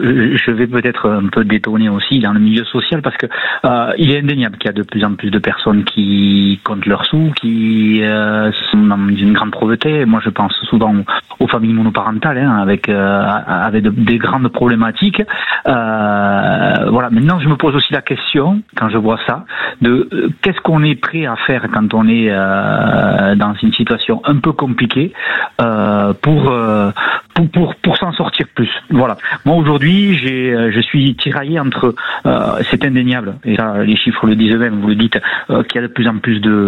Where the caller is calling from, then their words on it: Bayonne, Nouvelle-Aquitaine, France; moi je suis à Bayonne.